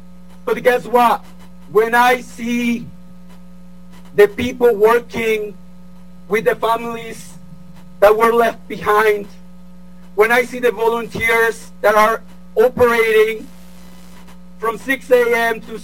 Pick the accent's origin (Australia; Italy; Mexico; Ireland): Mexico; now in Denver, United States; I'm also heartbroken. I'm an immigrant from Mexico. I come from a mixed family status.